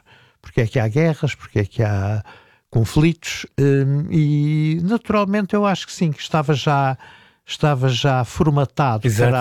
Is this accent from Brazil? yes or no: no; Redondo, Alentejo, Portugal; accent: Alentejo; Não, eu vinha do Redondo. E no Redondo eu falava como os redondenses, desta maneira.